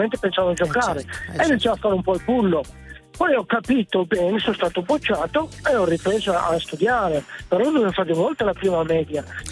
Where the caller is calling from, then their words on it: Milan, Lombardy, Italy; Io chiamo da Milano.